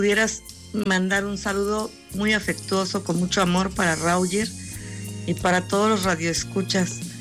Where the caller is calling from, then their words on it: Córdoba, Veracruz, Mexico; Tu club de fans de Córdoba, Veracruz